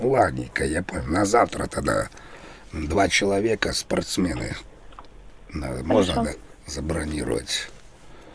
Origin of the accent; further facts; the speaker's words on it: Moscow, Russia; А это почему нет? Потому что я из Москвы или просто вообще нет?